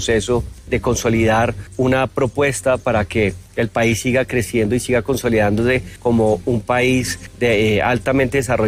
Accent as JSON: {"language": "Spanish", "country": "Colombia", "said": "me siento orgulloso como colombiano de contarlo."}